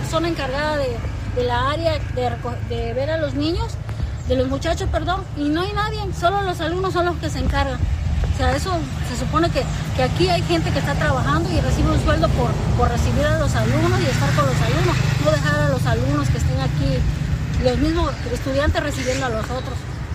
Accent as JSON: {"language": "Spanish", "region": "Campeche", "country": "Mexico", "said": "Nosotros salimos a las 4 de la tarde de trabajar y somos de Campeche y venimos a buscar y la niña ya está afuera."}